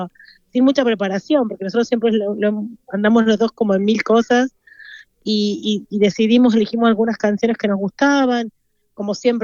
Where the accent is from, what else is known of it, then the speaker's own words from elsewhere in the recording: Mendoza, Argentina; now in Catalonia, Spain; en Mendoza, de donde soy yo